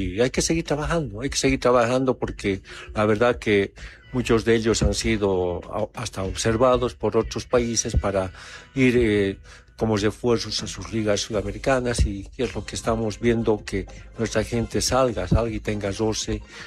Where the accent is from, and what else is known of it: Bolivia